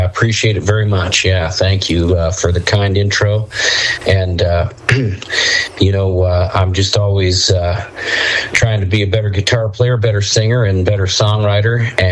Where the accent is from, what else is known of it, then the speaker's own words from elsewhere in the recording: Utah, United States; You know, growing up in Utah, if you grow up as a rural kid here in Utah, hunting is kind of the family vacation.